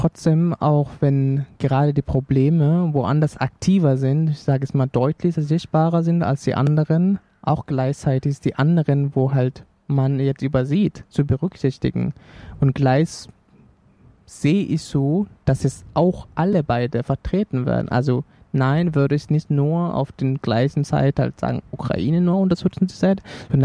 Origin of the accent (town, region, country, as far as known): Senegal; German is a second language; now in Germany